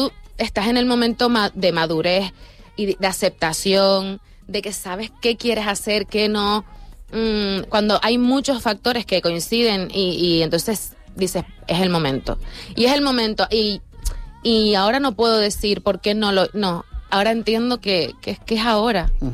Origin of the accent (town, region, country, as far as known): Canary Islands, Spain; born or raised there